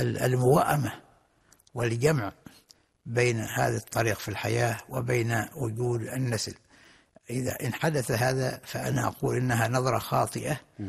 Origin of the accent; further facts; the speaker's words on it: Oman; فدائما الإنسان حتى عندنا في عمان كنا نحن يعني في السابق نرى أن الشخص الذي عنده عدد من الأولاد ينظر إليه بهيبة وإجلال،